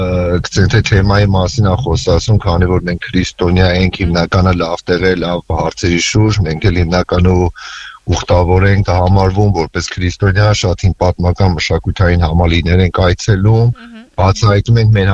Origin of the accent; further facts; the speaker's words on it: Yerevan, Armenia; Մալացիա Սեբաստիա, չէ, Բանգլադեշի մեծացած